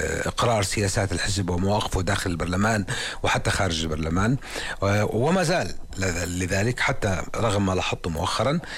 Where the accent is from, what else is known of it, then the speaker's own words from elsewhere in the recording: Zarqa, Zarqa Governorate, Jordan; أنا من الزرقاء